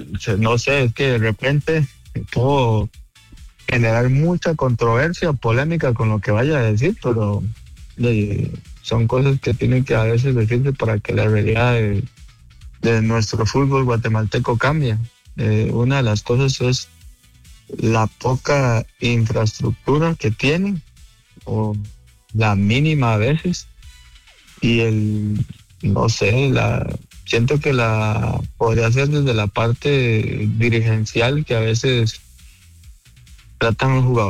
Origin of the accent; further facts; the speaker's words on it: Costa Rica; moved away; yo soy tico, mi corazón está partido